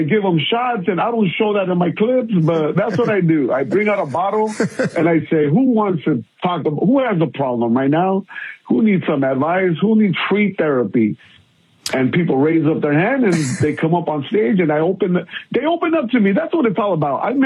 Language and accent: English; Los Angeles, California, United States; I grew up in East Los Angeles, California in the 90s